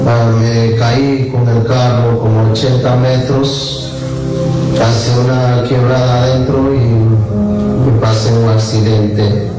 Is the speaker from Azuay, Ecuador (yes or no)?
no; Colta, Chimborazo, Ecuador; now in Guayaquil, Ecuador; soy de Colta, provincia de Chimborazo, vivo en Guayaquil.